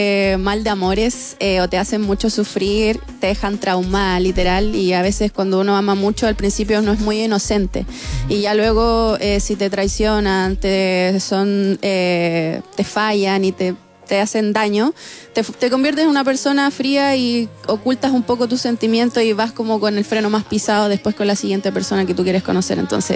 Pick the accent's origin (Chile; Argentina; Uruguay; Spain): Chile; Los Niches, Maule; me gusta que la gente vea de donde yo vengo, que me crié en el campo, soy de Los Niches, Curicó